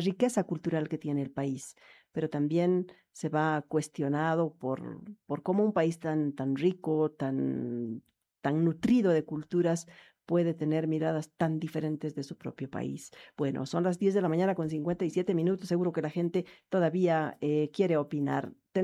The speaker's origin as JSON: {"language": "Spanish", "country": "Bolivia", "said": "muy pocos, pero todos somos bolivianos. Entonces hay que construir un país entre todos juntos."}